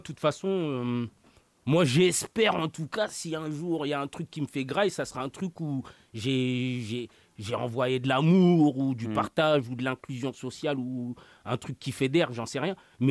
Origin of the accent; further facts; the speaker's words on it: France; born there; je suis né en France, je me sens français.